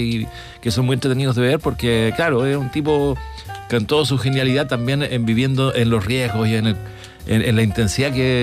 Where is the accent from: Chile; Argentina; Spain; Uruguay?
Chile